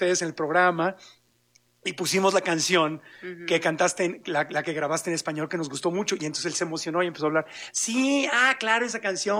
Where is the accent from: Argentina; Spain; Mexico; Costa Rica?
Mexico; pero como yo soy mexicano, le he estado vendiendo la idea a los productores de … de hacer el crossover al español